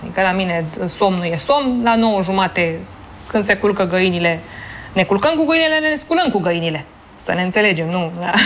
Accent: Bucharest, Romania; born there; also born or lived in Vadu Oii; eu am fost bucureștean, că m-am născut în București și am trăit în București

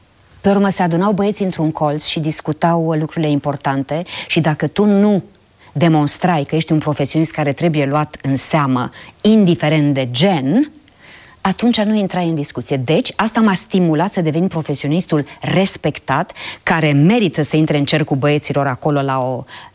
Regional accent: Transylvania, Romania; preceptul consacrat la noi acasă în Ardeal: fă rai din ce ai.

